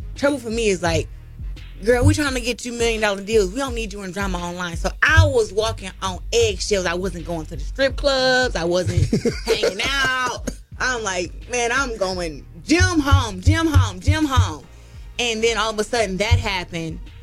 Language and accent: English; Flint, Michigan, United States; born and raised in Flint, Michigan, was born poor, now I'm rich.